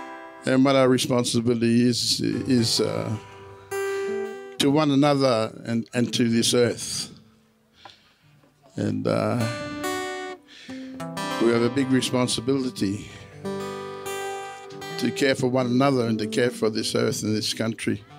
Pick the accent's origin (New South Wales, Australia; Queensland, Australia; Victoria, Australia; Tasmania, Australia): Victoria, Australia; Mooroopna; I was born in the Goulburn Valley, Maroopna, and Mum and Dad were there with the rest of our family, and they were picking fruit while we lived on the riverbank there.